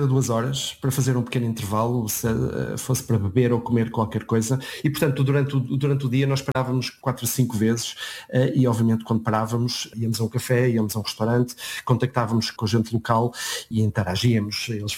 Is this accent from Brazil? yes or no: no; Portugal